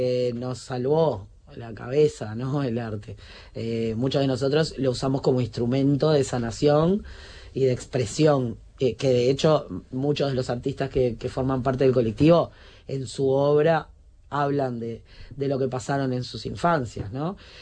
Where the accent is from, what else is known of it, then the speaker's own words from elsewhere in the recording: Uruguay; crecí desde los 0 a los 8 años yendo cada domingo al penal de Punta de Rieles